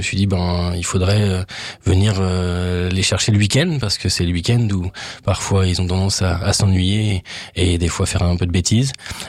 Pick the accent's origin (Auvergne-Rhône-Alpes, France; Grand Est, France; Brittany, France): Grand Est, France; Reims; also born or lived in Lille; Et donc, quand je suis revenu de Lille, parce que bon, j'avais pas fait le tour, mais j'avais d'autres propositions sur Reims, et puis voilà, Reims, c'est ma terre natale.